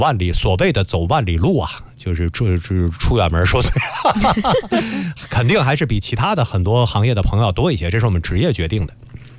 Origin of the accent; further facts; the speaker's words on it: China; 我说是我们从中国来